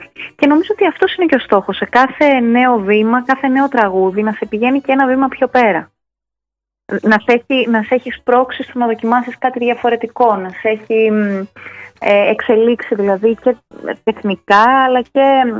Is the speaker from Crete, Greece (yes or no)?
yes; Crete, Greece; είμαι και από την Κρήτη, οπότε αυτό επίσης το κουβαλάω μουσικά μέσα μου